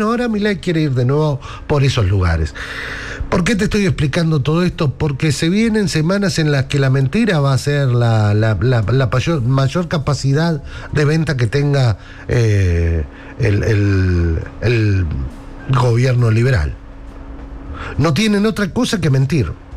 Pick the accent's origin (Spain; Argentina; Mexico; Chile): Argentina; El negocio salió mal porque vio cómo somos los argentinos.